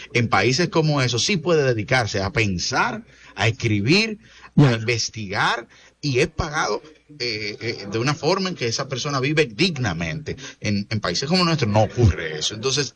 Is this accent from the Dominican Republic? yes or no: yes; Moca, Espaillat, Dominican Republic; mi pueblo natal, que es Moca